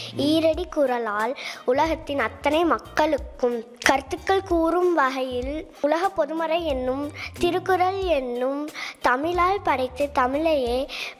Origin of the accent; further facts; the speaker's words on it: Sankagiri, Tamil Nadu, India; நான் சங்ககிரியிலேருந்து வரேங்க சார்.